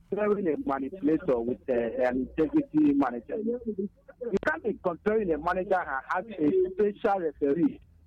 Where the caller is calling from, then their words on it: Enugu, Enugu State, Nigeria; I'm calling from Enugu.